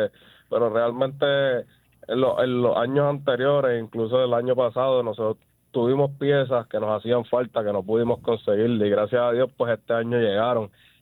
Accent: Bayamón, Puerto Rico; Yo soy natural de Bayamón, sí.

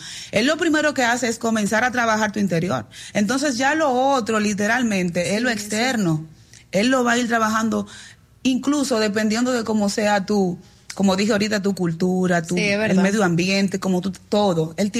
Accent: Dominican Republic; Soy dominicana.

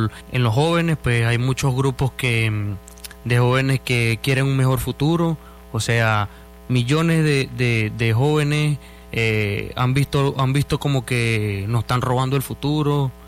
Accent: Venezuela; tengo 25 años, soy de Venezuela.

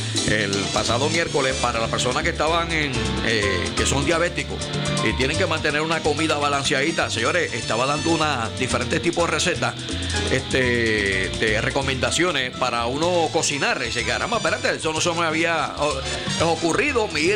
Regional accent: Sabana Grande, Puerto Rico; Oye, mi pueblo Sabana Grande, mi barrio Molina, el callejón La Esquina

